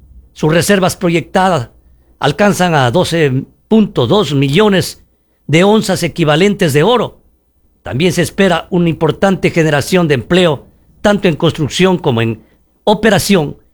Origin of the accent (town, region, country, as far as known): Ecuador